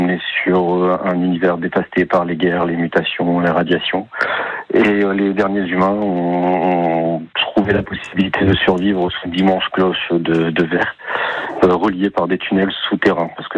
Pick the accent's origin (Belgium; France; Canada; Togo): France; Hauts-de-France; moved away as an adult; now in Boucau, France; Donc moi je suis natif du Pas-de-Calais